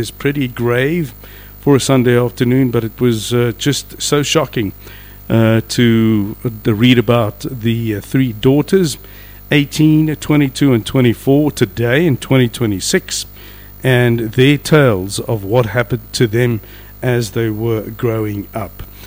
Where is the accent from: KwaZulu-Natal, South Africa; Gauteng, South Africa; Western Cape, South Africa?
Western Cape, South Africa; Cape Town; now in Sasolburg, South Africa; me being born and bred in Cape Town